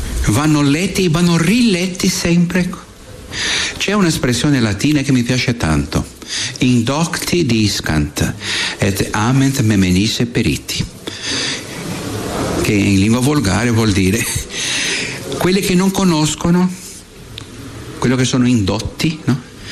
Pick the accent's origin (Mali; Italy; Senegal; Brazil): Brazil; Io vengo dal Brasile